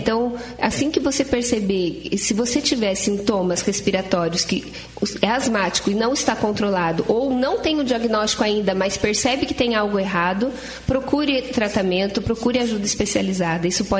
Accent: Castro, Paraná, Brazil; born there; Eu sou nascida em Castro.

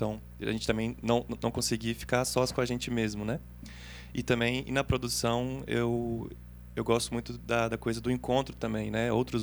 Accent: Minas Gerais, Brazil; born there; also born or lived in Campo Grande, Mato Grosso do Sul; now in Paraná, Brazil; Eu sou mineiro, sou nascido em Minas Gerais e estou aqui no Paraná há 4 anos já. E, enfim, eu vim a trabalho

